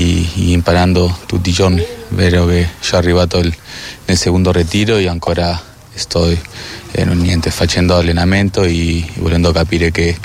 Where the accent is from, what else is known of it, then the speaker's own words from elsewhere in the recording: Uruguay; Italian is a second language; No, certo che l'abbiamo nella sangue quel tipo di garra